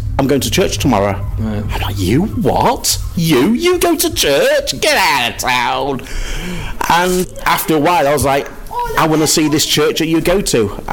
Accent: East Midlands, United Kingdom; moved away; I'm from Lincolnshire, originally, and there's a network of churches there based in Lincoln called Ground Level, and we were part of that network of churches, the New Life Churches

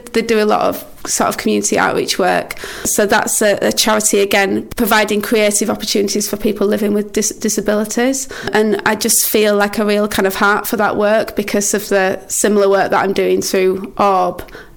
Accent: Morley, Yorkshire and the Humber, United Kingdom; moved away as an adult; also born or lived in Wakefield / Bradford; now in Knaresborough, United Kingdom; I was born in Wakefield, so in East Ardsley, if you know Wakefield well. And then I grew up sort of like... Tingley Morley area.

